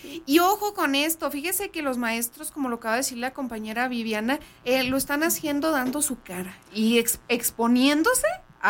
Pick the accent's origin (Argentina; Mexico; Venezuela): Mexico; Somos mexicanos y siempre lo dejamos todo al último